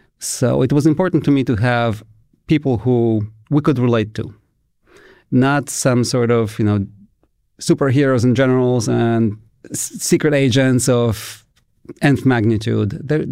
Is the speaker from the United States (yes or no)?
no; Augustów, Podlaskie Voivodeship, Poland; moved away as an adult; the little town I grew up in Poland.